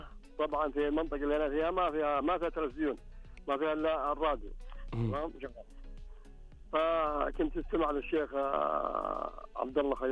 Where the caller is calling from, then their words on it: Taif, Makkah Province, Saudi Arabia; أكلمكم أنا الطائف